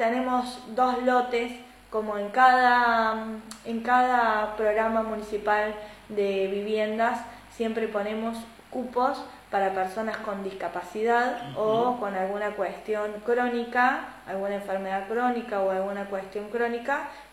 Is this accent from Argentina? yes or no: yes; Buchardo, Córdoba, Argentina; moved away; aquellos jóvenes que somos de Buchardo, que nos fuimos para con el sueño de una profesión